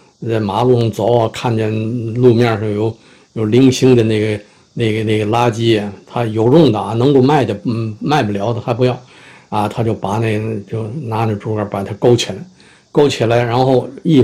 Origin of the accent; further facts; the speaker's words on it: Tianjin, China; 我今年80岁，我出生在现在的益丰区。我小的时候，这首歌谣我听了无数次